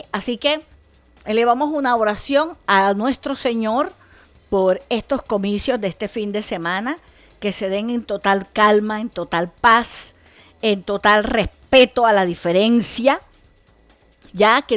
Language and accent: Spanish; Colombia; Todos somos colombianos